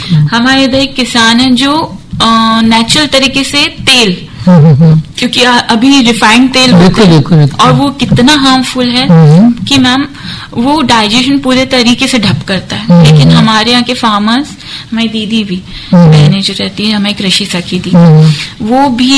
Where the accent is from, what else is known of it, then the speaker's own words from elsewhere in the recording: Lalbarra, Madhya Pradesh, India; جو جیسے ہم میں لال برہ بلاک سے ہوں تو وہاں پہ راجا بھوج کر کے منڈی ہے